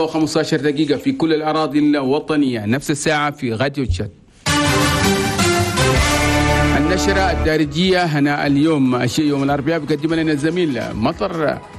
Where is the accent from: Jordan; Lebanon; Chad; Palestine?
Chad; هنا بلدنا تشاد